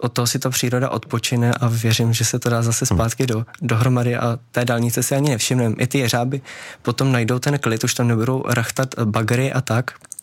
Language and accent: Czech; Královec, Hradec Králové Region, Czechia; born there; Tím, že jsem se narodil v Královci, tak a nemám vůbec v plánu někam odejít a chtěl bych být součástí Vraní hor